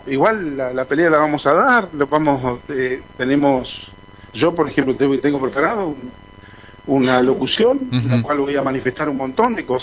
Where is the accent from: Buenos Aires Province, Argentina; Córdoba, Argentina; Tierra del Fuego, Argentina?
Tierra del Fuego, Argentina; Río Grande; born there; soy nacido en Río Grande y amo mi lugar